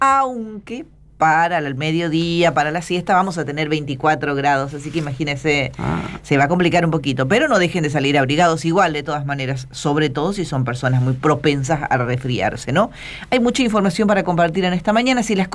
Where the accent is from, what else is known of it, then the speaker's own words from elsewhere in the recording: Loreto, Corrientes, Argentina; now in Corrientes, Argentina; Un pueblo en el que yo crecí, yo nací acá en Corrientes, pero crecí, o sea, pasé toda mi infancia en Loreto